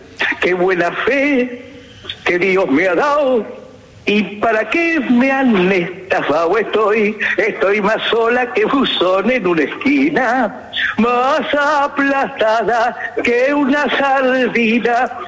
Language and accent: Spanish; Buenos Aires, Argentina; Yo nací en Caballito.